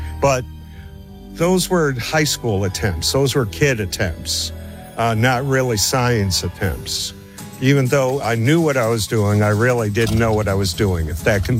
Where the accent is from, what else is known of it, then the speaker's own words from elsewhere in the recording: New York, United States; You know, growing up in New York in a half Italian family, I was exposed to pepper flakes and pepperoncini and cherry peppers and things like that.